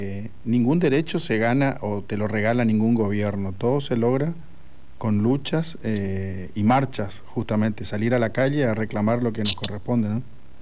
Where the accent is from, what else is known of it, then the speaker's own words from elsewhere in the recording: Corrientes, Argentina; Aclaro que me crié en Corrientes, una cultura bastante machista, que inclusive se jactan de ser así, y que inclusive las mujeres son hasta machistas, te diría.